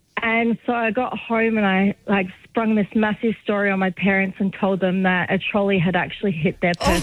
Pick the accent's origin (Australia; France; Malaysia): Australia; And I just got my P licence because obviously I'm Australian.